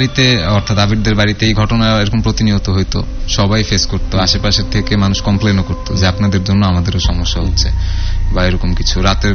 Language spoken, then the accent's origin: Bangla; Dhaka, Dhaka Division, Bangladesh; তো দুই নাম্বার মাঠে বেসিক্যালি আমাদের ছোটবেলা থেকে বড় হওয়া, আমরা দুই নাম্বার মাঠে খেলাধুলা করতাম।